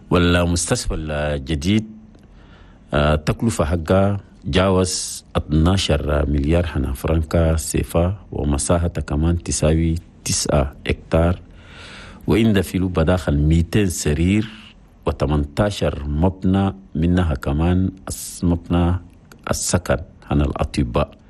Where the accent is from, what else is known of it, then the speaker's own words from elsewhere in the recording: Chad; وبسأل الله من أجل العافية والاستقرار والأمن والسلام الدائم في بلدنا تشاد